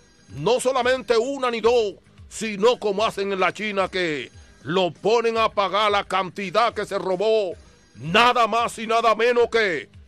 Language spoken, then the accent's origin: Spanish; Dominican Republic; now in United States; mi país, República Dominicana